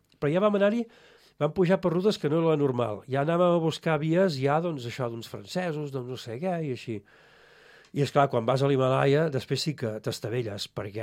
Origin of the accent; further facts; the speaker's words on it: Catalonia, Spain; jo soc d'Osona